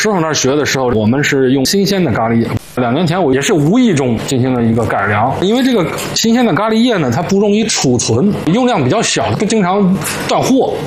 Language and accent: Chinese; Xi'an, Shaanxi, China; moved away; 因为我是西安的